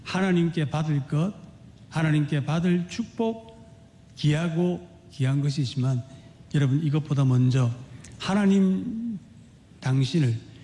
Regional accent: South Korea

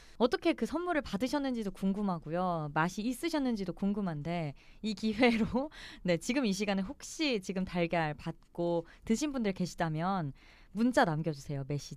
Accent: Seoul, South Korea; 서울에서 나고 자라가지고

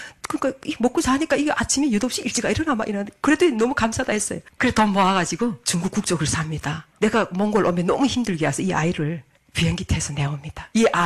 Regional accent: North Korea; moved away as an adult; now in South Korea

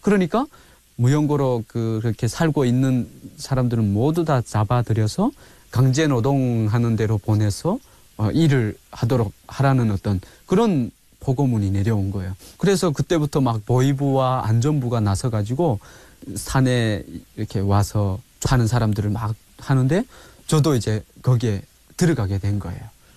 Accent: North Korea; born or raised there; moved away; also born or lived in Ryanggang Province

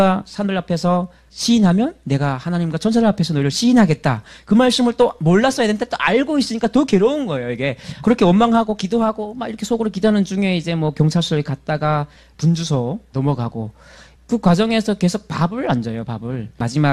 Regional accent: North Korea; moved away; 저는 98년에 처음으로 탈북했기 때문에 5년 만에 이제 고향 땅을 밟는 거였거든요.

